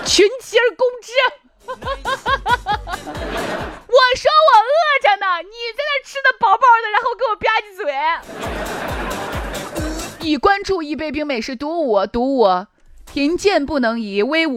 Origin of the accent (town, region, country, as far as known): Shaanxi, China